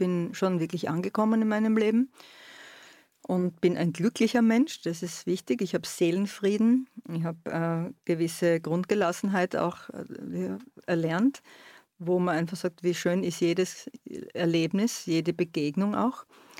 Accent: Carinthia, Austria; born there; moved away as an adult; also born or lived in Graz, Austria / Vienna, Austria / Wiesbaden, Germany / Cologne, Germany; dass ich am Wörthersee aufgewachsen bin. Ich bin in Graz geboren und hatte das Privileg, dass meine Eltern in Börtschach ein Geschäft eröffnet hatten in den 60er Jahren. Und so bin ich halt als Kind immer wieder zwischen Wörthersee und Graz und Wien gependelt.

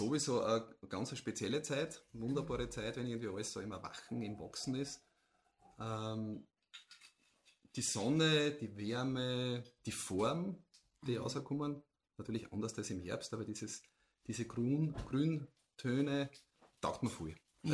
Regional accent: Eibiswald, Styria, Austria; ich komme aus Eibiswald

